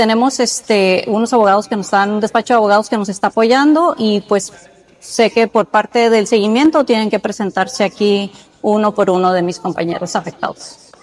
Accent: Tijuana, Baja California, Mexico; En este caso somos de aquí de Tijuana, pues casi 100 personas.

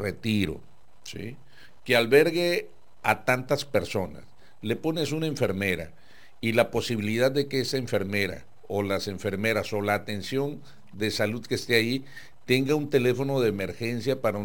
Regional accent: Mexico; en mi país, aquí en México, o al menos en Baja California.

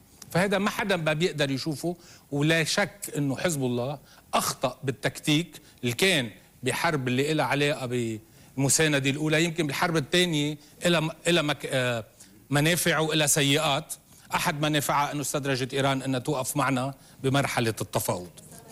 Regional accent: Lebanon; نحن عندنا بلبنان

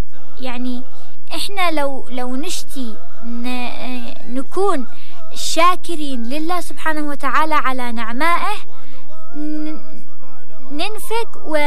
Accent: Yemen; accent: Yemeni; مثل ما بنقول يعني في لهجتنا اليمنية بيتهلك

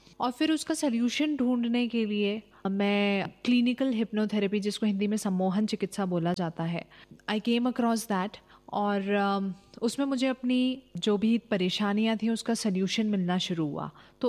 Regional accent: Bhopal, Madhya Pradesh, India; born or raised there

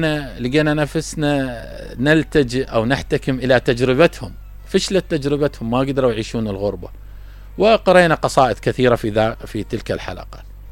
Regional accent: Basra, Basra Governorate, Iraq; يعني انا اطلع من البصرة ما اقدر اعيش بالديوانية، ما اقدر اعيش ببغداد، ما اقدر اعيش بسليمانية، اقدر؟

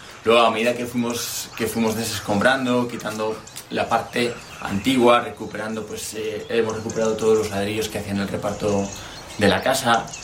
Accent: Santoña, Cantabria, Spain

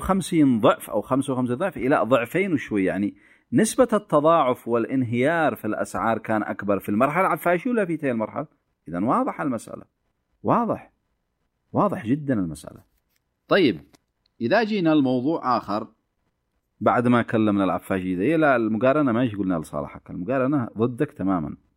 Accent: Yemen; والأزمة عندنا في اليمن

